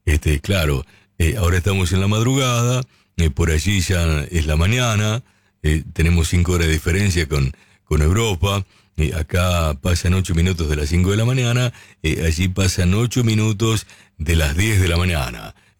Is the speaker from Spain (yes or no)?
no; Argentina; como somos nosotros los argentinos